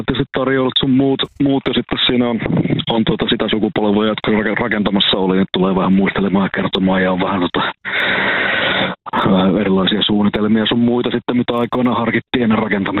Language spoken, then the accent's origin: Finnish; Kuopio, North Savo, Finland